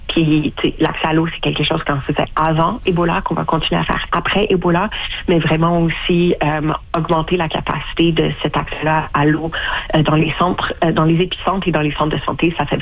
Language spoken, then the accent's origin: French; Canada; Donc, pour moi, ça, en tant que Canadienne, ça me choque profondément.